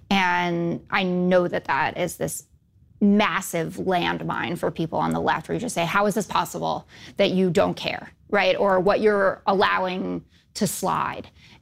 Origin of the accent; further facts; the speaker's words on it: New York City, New York, United States; I grew up in New York City, very liberal family, school with all liberals.